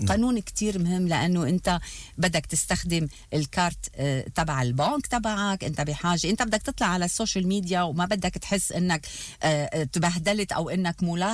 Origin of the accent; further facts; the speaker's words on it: Lebanon; وأنا جاي من لبنان